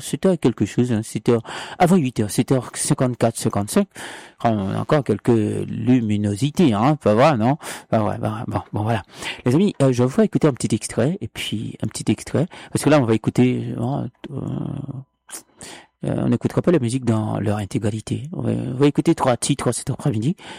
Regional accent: Jacmel, Sud-Est, Haiti; born there; il a été enterré à Jacmel, hein, dans ma ville natale.

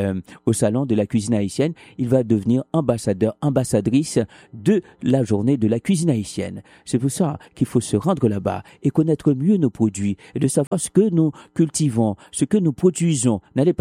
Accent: Haiti; moi je connais pas les produits haïtiens, même si je viens d'Haïti, comme c'est pas mon domaine

